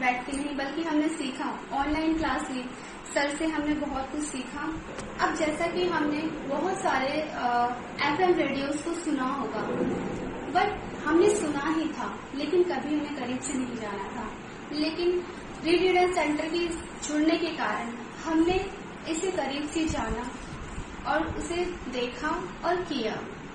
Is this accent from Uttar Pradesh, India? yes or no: no; Delhi, India; नमस्कार दोस्तों … और मैं दिल्ली से हूँ।